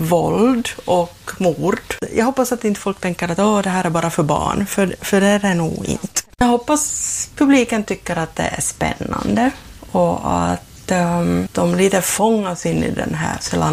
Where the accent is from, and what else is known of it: Kaskö, Ostrobothnia, Finland